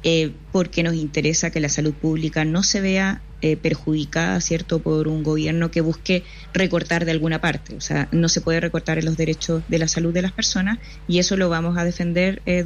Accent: Chile

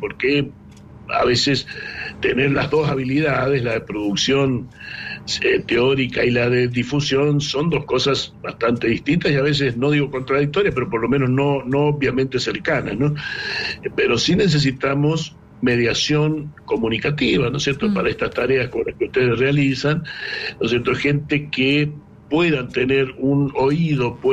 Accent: Argentina

